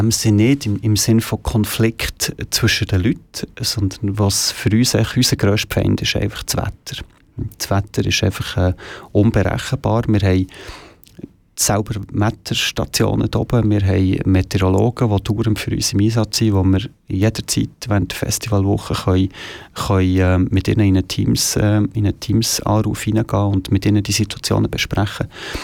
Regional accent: Schlieren, Zurich, Switzerland; born or raised there

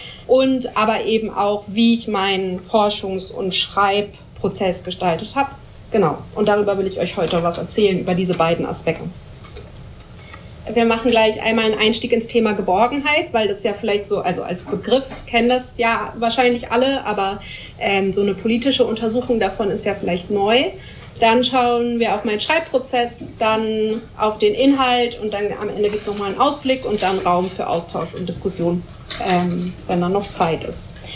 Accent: Lower Saxony, Germany; born there; Genau, ihr wisst schon, ich bin im Wendland geboren. Da ist einfach ein Umfeld, was so sehr widerständig alternativ ist.

